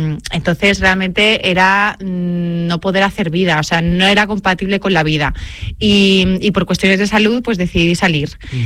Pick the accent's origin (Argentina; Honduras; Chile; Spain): Spain; Andalusia; accent: Andalusian; La gente, o sea, muy de mi tierra, la gente de mi tierra con ese acento andaluz maravilloso dice, niña, pero sonríe un poco